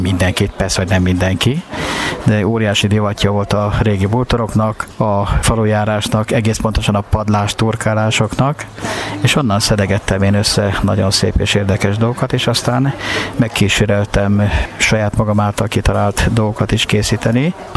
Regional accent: Miskolc, Borsod-Abaúj-Zemplén, Hungary; Miskolci vagyok, nagyon sokan megkérdezik, hogy nem Erdélyből jöttem-e. Nem Erdélyből jöttem

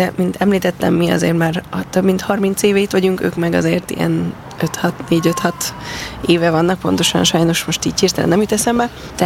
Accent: Budapest, Hungary; moved away as an adult; now in Arló, Hungary; én itt Budapesten nőttem föl, vagy Budán, és hogy egy nagyon más világba keveredtem, amikor most már több mint 10 éve élek Arlóban

